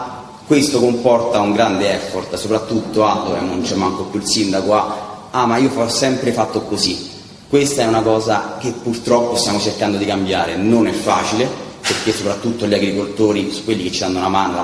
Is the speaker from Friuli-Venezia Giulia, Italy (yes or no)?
no; Rome, Lazio, Italy